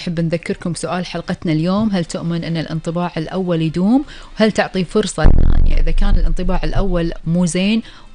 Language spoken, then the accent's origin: Arabic; Kuwait; طبعا هذه كانت أخبار ديرتنا الحبيبة الكويت